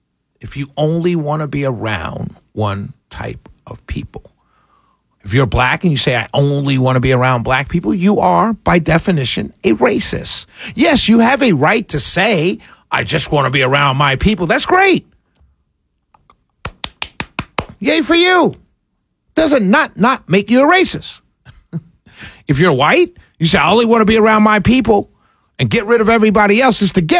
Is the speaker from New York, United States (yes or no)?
yes; New York, United States; I'm African-American. Clearly, that's who I am. I'm from New York. Clearly, that's where I'm from. My family came from Jamaica. That's clearly what my ancestry is, Jamaican.